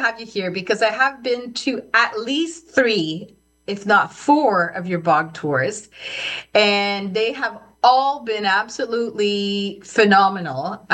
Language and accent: English; Quebec, Canada; I remember growing up in Quebec